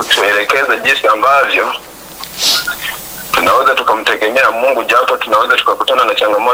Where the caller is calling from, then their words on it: Nyakanazi, Kagera, Tanzania; naongea natokea Bilutakusa Jambo, nikiwa Nyakanazi Kagera.